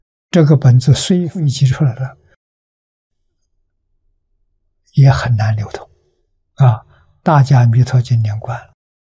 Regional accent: China; 我们中国人

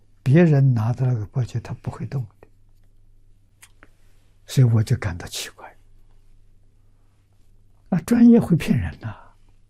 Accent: Fujian, China; born there; moved away; 我小时候在福建住过6年

